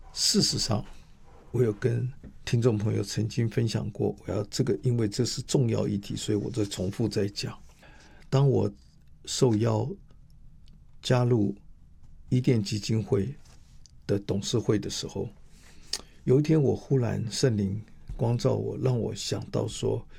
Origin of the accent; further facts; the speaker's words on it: Taipei, Taiwan; moved away as an adult; also born or lived in Pingtung / Puli / Hengchun; 我常常说我是台北长大的小孩